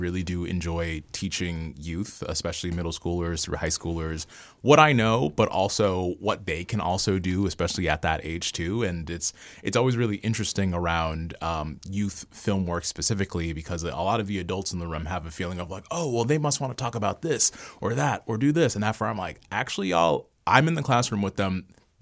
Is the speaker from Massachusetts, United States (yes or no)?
yes; Lowell, Massachusetts, United States; the Lowell High School in Massachusetts, my hometown